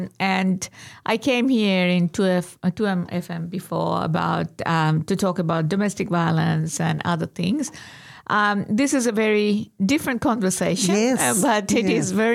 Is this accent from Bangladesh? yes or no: yes; Bangladesh; moved away; Oh, yeah, of course. I came from Bangladesh.